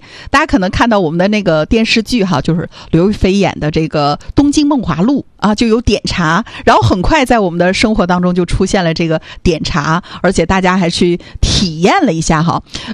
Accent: Jilin, China; 我们吉林人的这样的热情似火

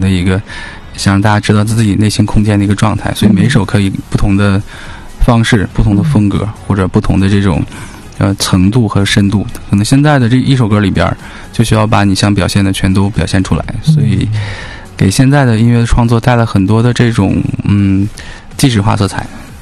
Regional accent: Northeast China, China; 我们东北人讲话就是半截的

